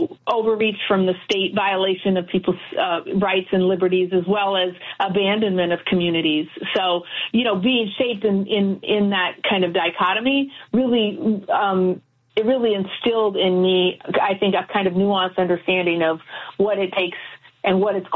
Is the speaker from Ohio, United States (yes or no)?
no; Twin Cities, Minnesota, United States; the other reality of growing up in the Twin Cities in that time was, you know, both St. Paul and Minneapolis have their own culture, but overall, it's a very small, close-knit community with people who really are invested